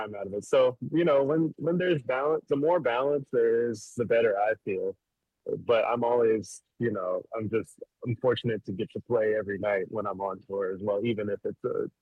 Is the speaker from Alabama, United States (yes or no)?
no; Maryland, United States; now in Brooklyn, United States; I'm from Maryland near DC